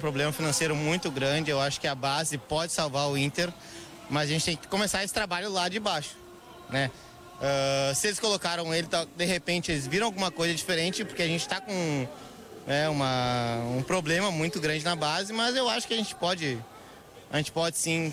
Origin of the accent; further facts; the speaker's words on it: Porto Alegre, Rio Grande do Sul, Brazil; Aqui de Porto Alegre mesmo.